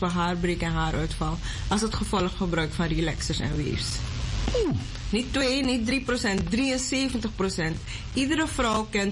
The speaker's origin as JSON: {"language": "Dutch", "country": "Suriname", "said": "Maar ik kom dus uit Suriname. Echt Surinaamse ouders."}